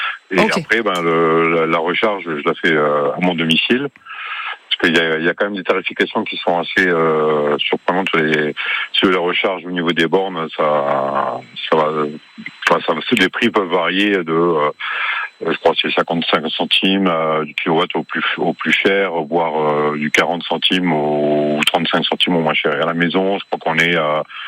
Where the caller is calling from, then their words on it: Piets-Plasence-Moustrou, Nouvelle-Aquitaine, France; De Piette-Plasance-Moustrou.